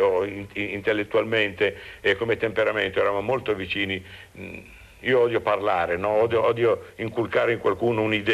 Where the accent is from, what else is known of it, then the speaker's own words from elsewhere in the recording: Sicily, Italy; lei è greca, e io sono siciliano, Grecia e Magna Grecia.